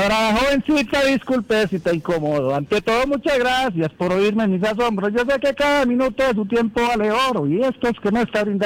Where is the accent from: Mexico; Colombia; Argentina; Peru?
Colombia; Los Llanos; No, yo soy llanero de los puros llaneros.